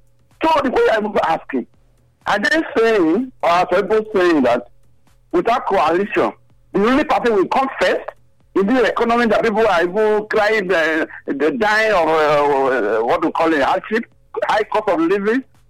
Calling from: Benin City, Edo, Nigeria; I'm calling from Benin.

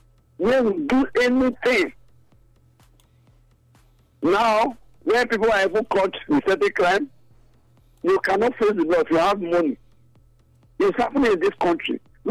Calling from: Benin City, Edo, Nigeria; I'm calling from Benin City.

